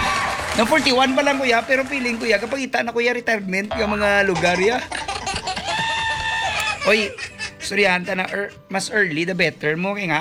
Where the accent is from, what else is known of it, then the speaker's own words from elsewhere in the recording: Pasay, Metro Manila, Philippines; moved away; also born or lived in Parañaque / Cebu; I was born in Parañaque, lumaki ako ng Pasay or Electrical Road. I'm a pure Tagalog.